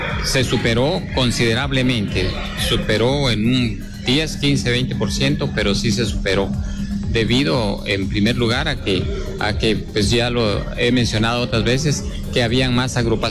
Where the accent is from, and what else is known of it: Guatemala